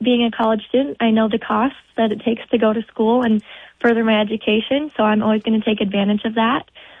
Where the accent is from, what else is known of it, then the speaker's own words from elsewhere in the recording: Bigelow, Minnesota, United States; That is correct. I'm originally from Bigelow, Minnesota.